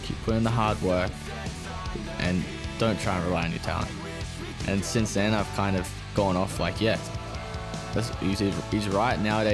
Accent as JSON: {"language": "English", "country": "Australia", "said": "we're just Australian kids having fun."}